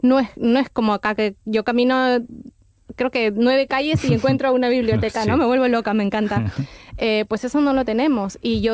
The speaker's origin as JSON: {"language": "Spanish", "country": "Peru", "moved": "yes", "lives_now": "Spain", "said": "Bueno, yo no soy de aquí, se me notará en el acento. Yo soy peruana, vivo en España hace 6 años más o menos."}